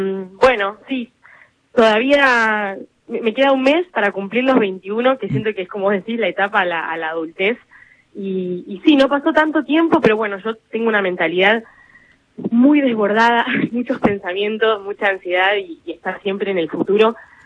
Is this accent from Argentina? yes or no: yes; Capilla del Monte, Córdoba, Argentina; agarrar las raíces de donde vengo, como contabas recién ahí, Capilla del Monte, un hermoso pueblo de naturaleza que da mucho espacio a la introspección